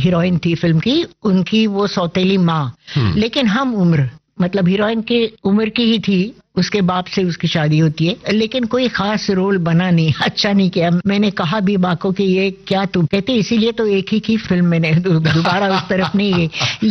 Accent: Pune, Maharashtra, India; also born or lived in Lucknow; हाँ पुणे आ गई और नाना के पास, मतलब अपने पिता के पास, मेरे नाना अप्पा नाम कहते थे, और तब से मैं उनकी छत्र छाया में पली बड़ी।

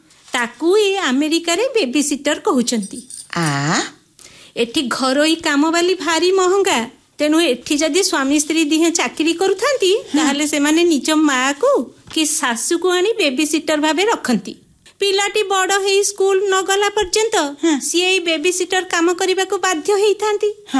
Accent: Naupada, Odisha, India; ଆମ ଘର କଟକ ପାଖରେ, ଗାଁ ନାଁ ନାଉପଦା

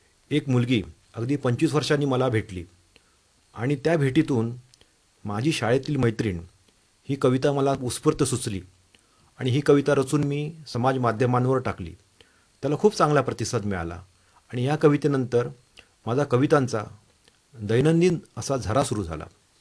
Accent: Naradwe, Maharashtra, India; माझे बालपण मालवणी मुलखातील कणकवली तालुक्यातील नरडवे या निसर्गरम्य गावामध्ये गेले.

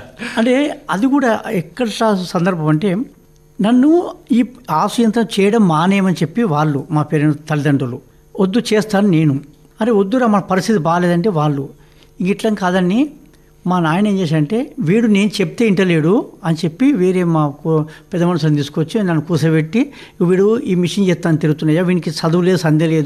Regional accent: Shahajipet, Telangana, India; now in Aler, India; నా సొంత ఊరు పూర్వము నల్గొండ జిల్లా ఆలేరు మండలం షారాజీపేట.

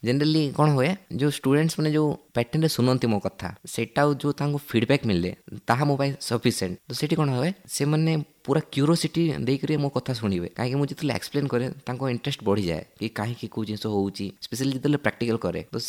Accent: Bhawanipatna, Odisha, India; ଆଉ ମୁଁ ଭବାନୀପାଟଣାର pure local.

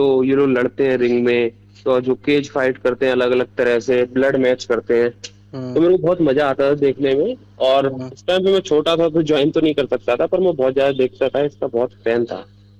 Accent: Bareilly, Uttar Pradesh, India; और मैं बरेली का रहने वाला हूँ।

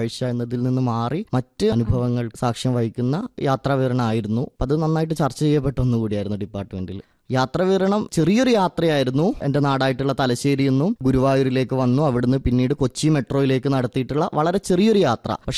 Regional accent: Mokeri, Kerala, India; born or raised there

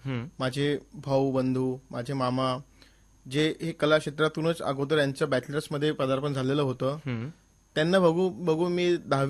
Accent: Nagpur, Maharashtra, India; नागपूर शहरात माझा जन्म झालाय आणि लहानपणापासून मी शहराला बघत आलोय.

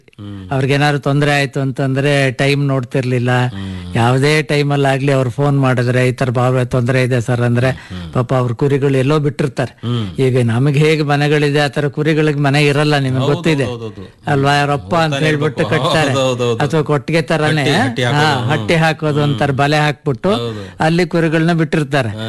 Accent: Chikka Hejjaji, Karnataka, India; also born or lived in Bengaluru; ನಾನು actually ಬೆಂಗಳೂರಿನವನು, Bengaluru district ಅಲ್ಲಿ ಚಿಕ್ಕ ಹೆಜ್ಜಾಜಿ ಅಂತ ದೊಡ್ಡಬಳ್ಳಾಪುರ ತಾಲೂಕಿನಿಂದ ನಾನು ಹುಟ್ಟಿ ಬೆಳೆದಿರೋದು. ಆದ್ರೂ ಕೂಡ ನಗರದಲ್ಲೇನೆ ನಂದು ಬೆಳವಣಿಗೆ ಎಲ್ಲ, ನನ್ನ ಚೈಲ್ಡ್ಹುಡ್ ಆಗ್ಲಿ ಕಾಲೇಜ್ ಡೇಸ್ ಅಲ್ಲಿ ಎಲ್ಲಾನು ಇಲ್ಲೇ ಕಳೆದಿರೋದು.

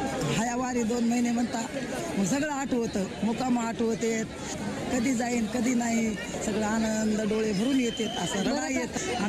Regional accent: Mahapuri, Maharashtra, India; आणि मी परभणी जिल्ह्यातून आलेली आहे.

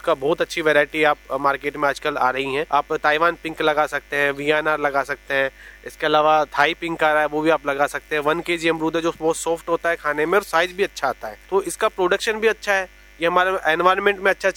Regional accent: Rajasthan, India; और मैं मालाखेड़ा ग्राम सुमेल का रहने वाला हूँ और मैं यहाँ खेती करता हूँ

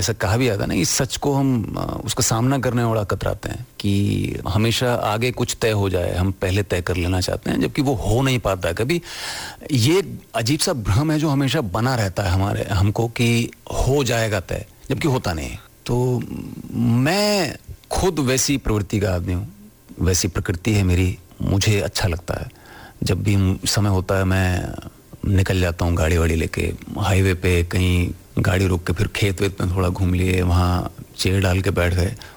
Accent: Delhi, India; मैं दिल्ली में पैदा हुआ, पला बड़ा वहीं पे

